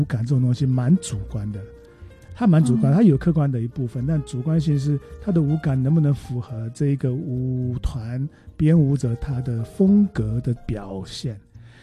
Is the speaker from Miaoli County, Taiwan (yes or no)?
yes; Miaoli County, Taiwan; 因为我是苗栗人